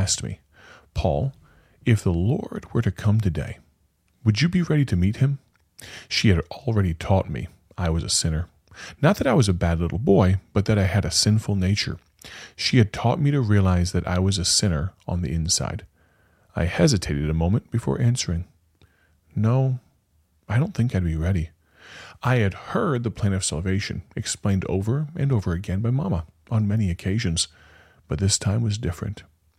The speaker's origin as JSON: {"language": "English", "town": "Moline", "region": "Illinois", "country": "United States", "tie": "born or raised there", "also_born_or_lived": "Rock Island, Illinois", "said": "my mother led me to Christ in the Swedish language. That's how I know the Lord understands Swedish. I grew up in the Evangelical Free Church in Moline, Illinois. When I was little, everything was in Swedish"}